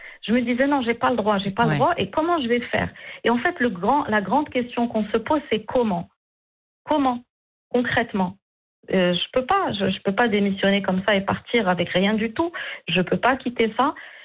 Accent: Morocco; born or raised there; moved away

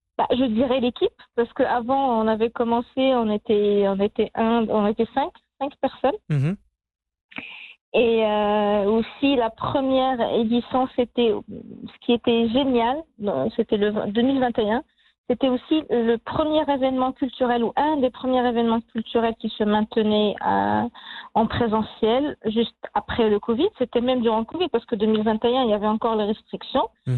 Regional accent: Marrakesh, Marrakesh-Safi, Morocco; Je suis de Marrakech, j'adore Marrakech

